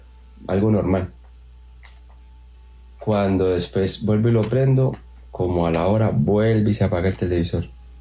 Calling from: Spain; Desde España.

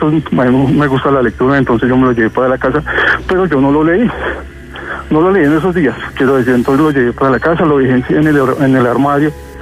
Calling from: Funza, Cundinamarca, Colombia; Vivo en Funza, Cundinamarca.

